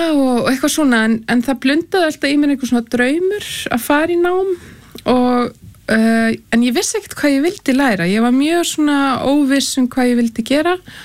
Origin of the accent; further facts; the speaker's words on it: Hagi, Northeastern Region, Iceland; Herðu, aðdalnum? Já, ég úr Haga í aðdal